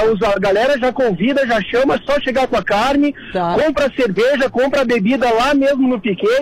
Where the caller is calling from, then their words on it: Porto Alegre, Rio Grande do Sul, Brazil; de Porto Alegre.